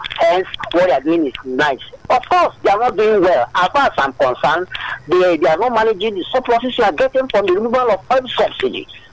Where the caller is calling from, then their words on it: Nigeria; I'm calling from Abanaja, Nikotun.